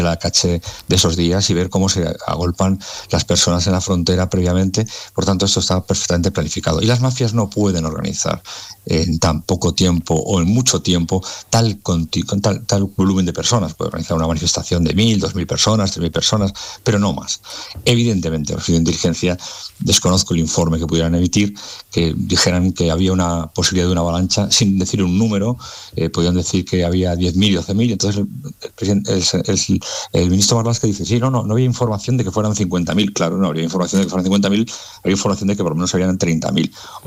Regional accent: Canary Islands, Spain; mi familia es de Canarias, yo soy de Canarias, por tanto sé lo que es la inmigración ilegal en el Hierro y en otras partes.

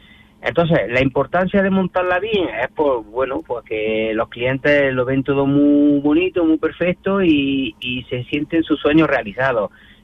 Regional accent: Granada, Andalusia, Spain; Somos de Granada.

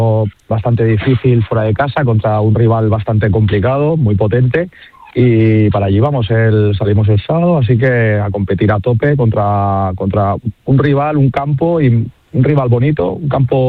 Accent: Villarreal, Valencian Community, Spain; yo soy de Villarreal, nacido en Villarreal

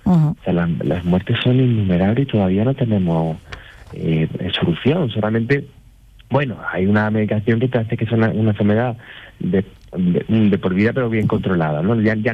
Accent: Úbeda, Andalusia, Spain; A Úbeda, mi tierra, mi preciosa ciudad, le pega un tajo, tiene la capa, que es la capa principal.

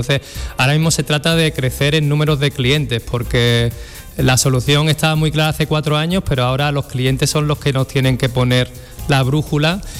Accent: Algeciras, Andalusia, Spain; volver a mi casa, ¿no? Volver a mi tierra, a mi puerto

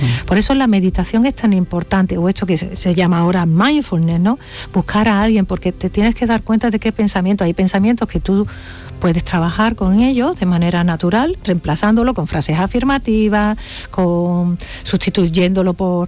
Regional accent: Andalusia, Spain; yo lo digo porque como soy andaluza me sale así.

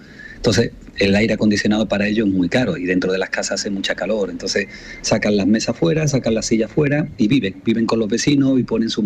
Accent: Spain; now in Dominican Republic; y somos los únicos españoles, pero creo que los únicos españoles que hay en todo el fútbol ahora mismo ahora mismo en República Dominicana.

